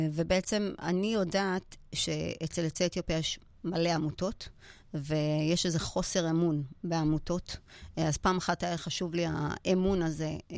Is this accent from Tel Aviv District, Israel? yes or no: no; Netanya, Central District, Israel; also born or lived in Sudan; גדלתי בדרום נתניה, כמו שאמרתי, לאם חד-הורית, אנחנו ארבע אחיות